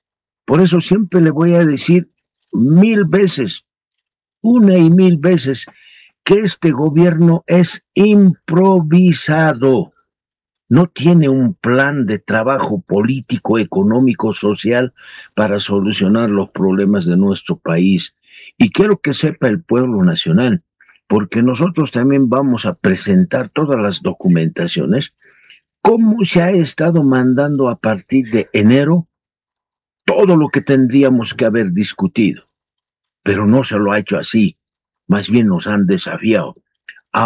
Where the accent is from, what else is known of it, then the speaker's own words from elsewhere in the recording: Bolivia; no permite privatizaciones de nuestras empresas como bolivianos